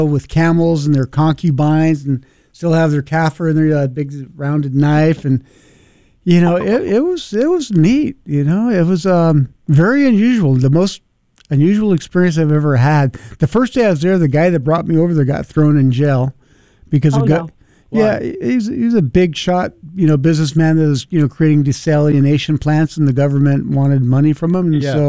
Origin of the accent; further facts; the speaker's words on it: United States; I'm an American dude